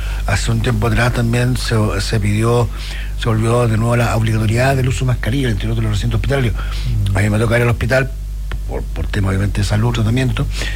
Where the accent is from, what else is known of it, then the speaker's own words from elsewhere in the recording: Temuco, Araucanía, Chile; now in Aysén, Chile; Yo vengo de Temuco, por ejemplo, que es una ciudad que hoy día tiene casi medio millón de habitantes.